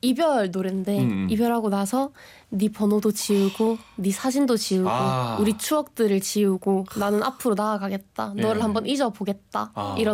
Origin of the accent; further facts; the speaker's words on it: Daegu, South Korea; moved away; 저는 고향이 대구입니다.